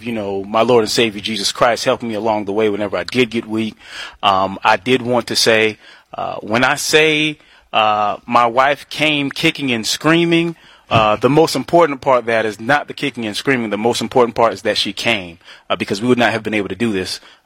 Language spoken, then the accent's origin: English; North Carolina, United States; now in Chicago, United States; We currently live in Chicago, Illinois, but I do want to make it clear, we are from North Carolina.